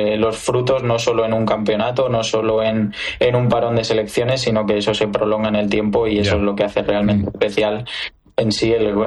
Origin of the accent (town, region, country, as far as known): Spain